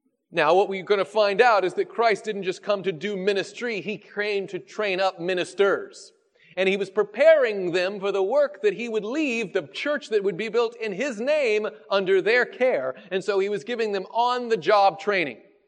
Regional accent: the South, United States; Now again, I grew up in the South, and we have a saying that something as fast or as quick as greased lightning.

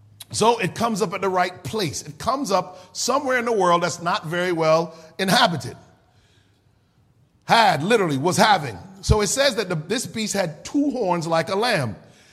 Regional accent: Connecticut, United States; and I was born and raised in the Constitution state, Connecticut.

